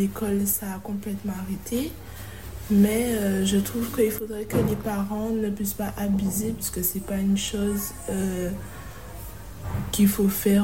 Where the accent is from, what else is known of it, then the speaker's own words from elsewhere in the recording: Petit-Bourg, Guadeloupe; je viens de Sainte-Marie-Petit-Bourg.